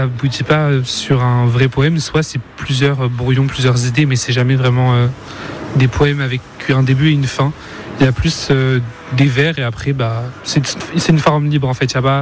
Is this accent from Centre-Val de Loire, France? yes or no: yes; Tours, Centre-Val de Loire, France; je viens de Tours